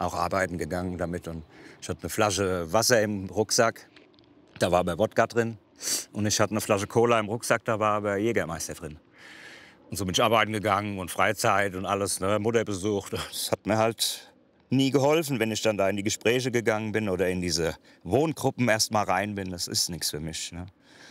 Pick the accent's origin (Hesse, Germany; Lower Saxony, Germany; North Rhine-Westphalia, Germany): Hesse, Germany; Liederbach; 47, ich komme aus Liederbach, wir sind hier in Liederbach in meinem Garten.